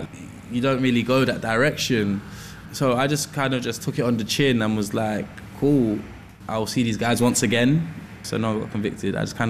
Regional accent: London, United Kingdom; born or raised there

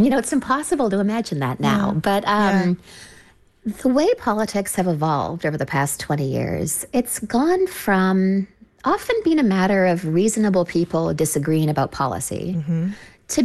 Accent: Canada; now in New York City, United States; I'm from Canada originally. I've lived in New York City for most of my adult life.

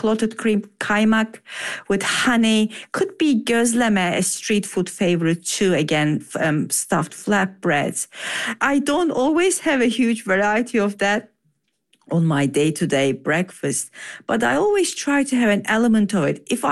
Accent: Turkey; also born or lived in Ankara; because I'm from southern Turkey. I was born in Ankara, in the capital, but my parents both are from southern Turkey, Antakya, ancient Antioch

